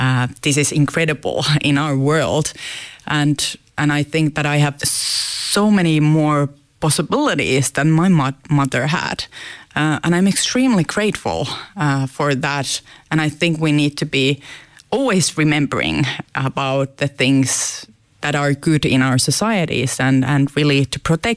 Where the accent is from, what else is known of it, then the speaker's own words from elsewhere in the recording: Finland; English is a second language; Well, I was born in Finland, 1985, and my mother raised me by herself.